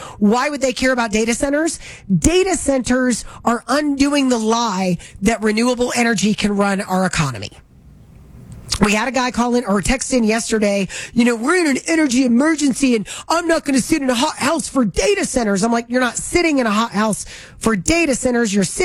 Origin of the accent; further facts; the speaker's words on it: Florida, United States; moved away; My town in Florida is still pretty, I mean, it's a small city, big town